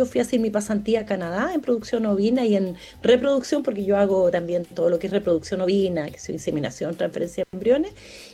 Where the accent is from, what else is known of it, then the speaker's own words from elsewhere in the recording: O'Higgins, Chile; No, yo soy de O'Higgins.